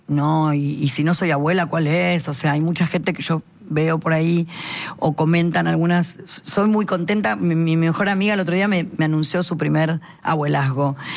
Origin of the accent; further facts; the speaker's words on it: Villa Carlos Paz, Córdoba, Argentina; yo soy de Carlos Paz, Córdoba, nací en Villa, en Córdoba capital, pero toda mi vida estuvo la cunita en Córdoba, en Carlos Paz, donde hice en un colegio privado secundario y primario y secundario, Instituto de Modelo de Aplicación.